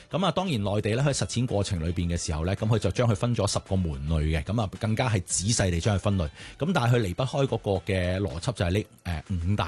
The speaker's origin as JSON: {"language": "Cantonese", "region": "Fujian", "country": "China", "said": "啊，譬如我哋福建人可能有一啲唔同嘅习俗啦，咁呢度都会有嘅。"}